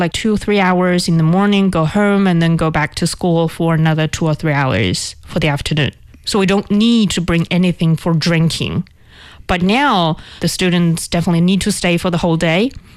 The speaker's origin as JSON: {"language": "English", "region": "northern China", "country": "China", "accent": "northern Mandarin", "said": "Sorry, that's my northern accent."}